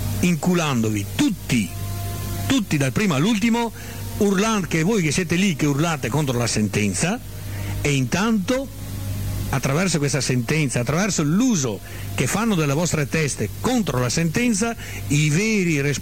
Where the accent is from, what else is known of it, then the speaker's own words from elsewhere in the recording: Veneto, Italy; il nostro Veneto, la mia terra, ha un difetto, io lo so, la conosco perché è la mia terra e la mia gente la conosco bene